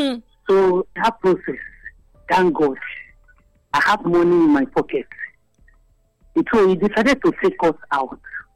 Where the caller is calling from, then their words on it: Benin City, Edo, Nigeria; I'm calling from Benin.